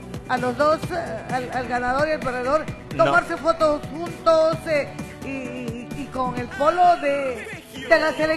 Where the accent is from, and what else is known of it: Peru